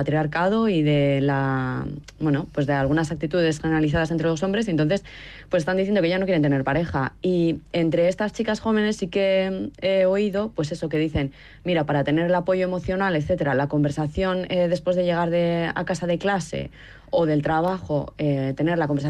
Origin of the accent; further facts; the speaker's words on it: San Sebastián, Basque Country, Spain; now in Beijing, China; en mi ciudad natal, en Donosti